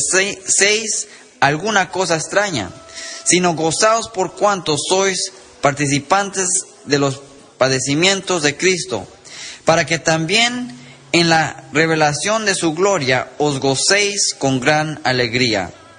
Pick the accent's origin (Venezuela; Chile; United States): United States; nosotros como americanos aquí